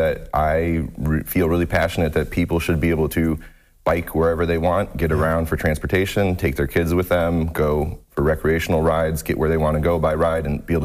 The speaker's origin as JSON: {"language": "English", "town": "Toledo", "region": "Ohio", "country": "United States", "said": "I'm originally from Toledo. I was away for a while, but then moved back"}